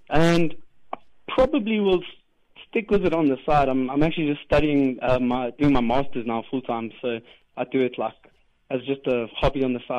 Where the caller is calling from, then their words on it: Pretoria, Gauteng, South Africa; Hatfield, Pretoria.